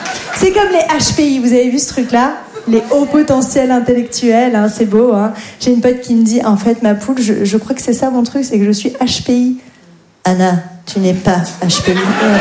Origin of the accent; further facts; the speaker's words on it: Grand Est, France; j'ai grandi en Lorraine.